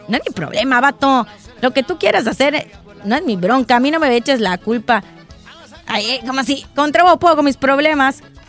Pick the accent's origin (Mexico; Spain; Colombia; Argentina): Mexico; Nosotros, nos tenemos que apoyar nosotros como mexicanos